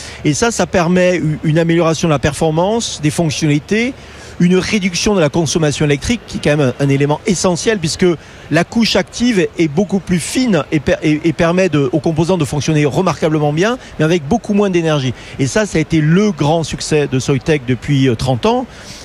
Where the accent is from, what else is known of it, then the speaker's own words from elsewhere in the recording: France; Non, honnêtement, c'est pas parce que je suis français que je le dis, mais les ingénieurs français sont franchement parmi les meilleurs au monde.